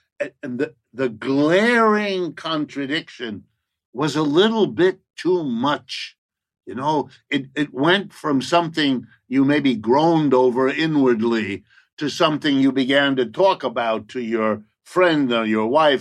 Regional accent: New York City, New York, United States; I got to tell you, as a New Yorker, watching the spectacle of vast parts of New York City shut down

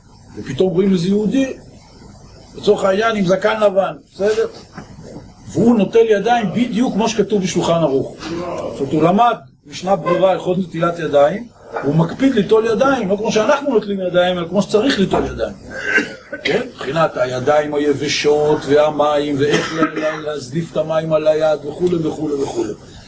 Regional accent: Rishon LeZion, Central District, Israel; אני גדלתי בארץ ישראל, דור רביעי בארץ ישראל, נולדתי בראשון לציון

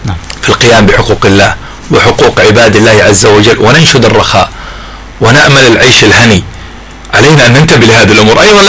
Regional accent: Hadramawt, Yemen; عندنا في حضرموت، ما بقول عنه في اليمن عموما، في حضرموت.

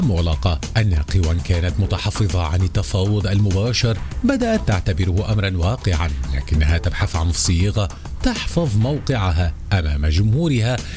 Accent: Lebanon; نحن كلبنانيين فينيقيين

